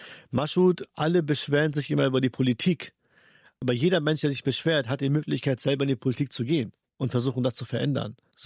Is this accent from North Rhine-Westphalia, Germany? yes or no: no; Henstedt-Ulzburg, Schleswig-Holstein, Germany; born or raised there